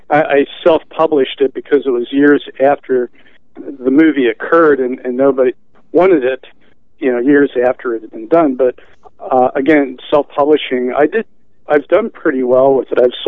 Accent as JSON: {"language": "English", "region": "Pennsylvania", "country": "United States", "tie": "born or raised there", "moved": "yes", "said": "I'm from Pennsylvania originally, grew up on a small farm there near Valley Forge"}